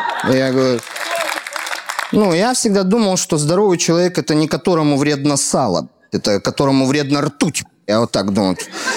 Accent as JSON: {"language": "Russian", "town": "Chelyabinsk", "region": "Chelyabinsk Oblast", "country": "Russia", "said": "я из Челябинска"}